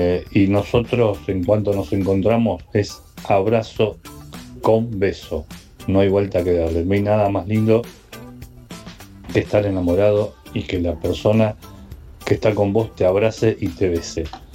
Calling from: Buenos Aires, Argentina; de Flores

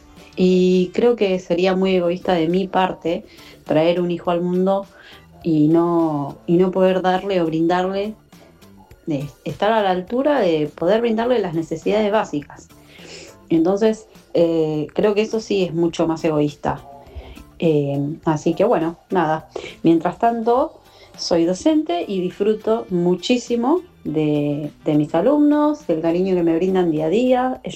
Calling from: Lanús, Buenos Aires Province, Argentina

